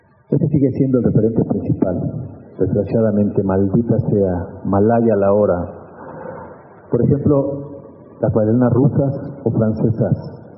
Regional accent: Mexico

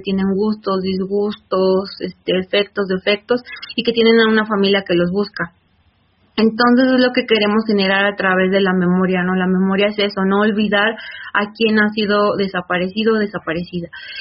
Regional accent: Ecatepec, State of Mexico, Mexico

